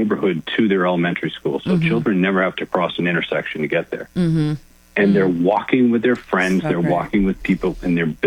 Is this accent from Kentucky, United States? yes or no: no; Boston, Massachusetts, United States; And I grew up in Boston. I'm supposed to hate New York.